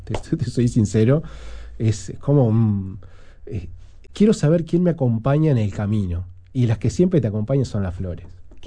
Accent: Uruguay

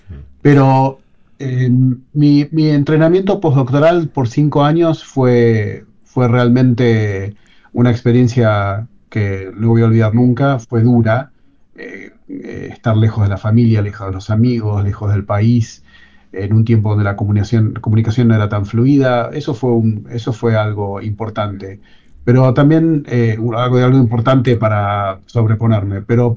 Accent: Argentina; moved away as an adult; Yo me fui de Argentina en la época de Menem, que era una época difícil para los futuros científicos.

